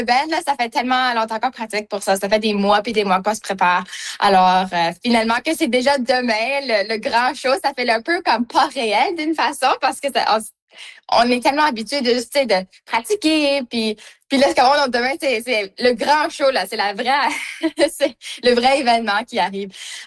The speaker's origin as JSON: {"language": "French", "region": "Manitoba", "country": "Canada", "said": "moi, j'ai des racines, comme je suis franco-manitobaine"}